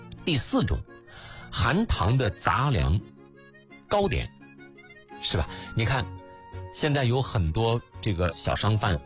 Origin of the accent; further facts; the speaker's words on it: Xuzhou, Jiangsu, China; 就是咱们徐州人讲拉嗓子是吧